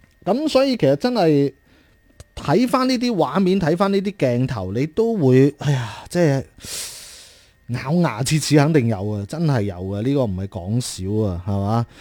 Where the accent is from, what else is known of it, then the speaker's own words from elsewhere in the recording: China; 咁啊，918事變咧，亦都係我哋中國人民抗日戰爭嘅起點啦。